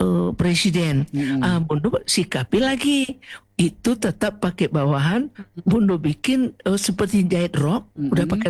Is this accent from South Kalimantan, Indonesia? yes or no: no; West Sumatra, Indonesia; Kalau kita Minang gak pakai batik di bawah. Pakai kain gitu dia.